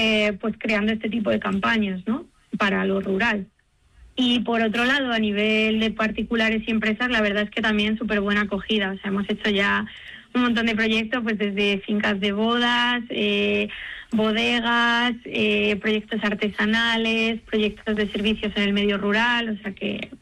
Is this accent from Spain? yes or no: yes; Castile and León, Spain